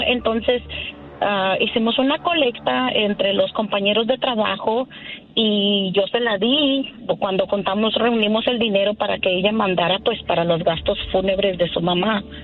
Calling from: Oklahoma, United States; Desde Oklahoma.

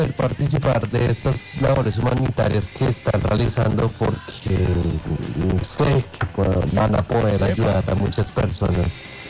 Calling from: Colombia; hay que mantenernos unidos como colombianos.

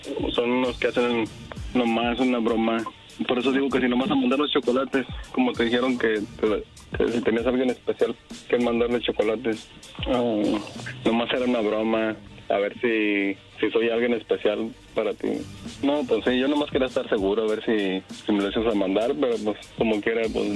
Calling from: Torreón, Coahuila, Mexico; soy de Torreón, de allá mismo

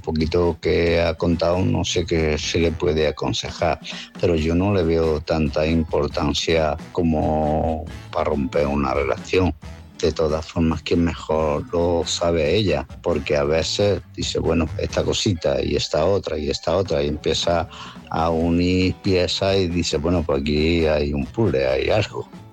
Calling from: Málaga, Andalusia, Spain; de Málaga.

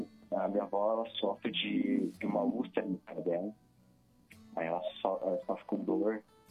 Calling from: Sapucaia do Sul, Rio Grande do Sul, Brazil; Falo do Rio Grande do Sul, Sapucaí do Sul.

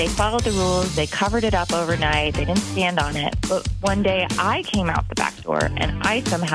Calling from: Madison, Wisconsin, United States; I'm from Madison.

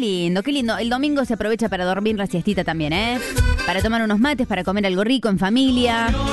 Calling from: Tejedor, Buenos Aires, Argentina; de Tejedor, provincia de Buenos Aires.

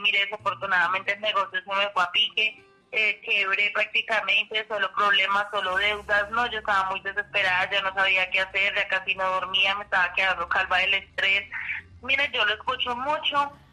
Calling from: Bogotá, Colombia; estoy llamando acá desde Bogotá.

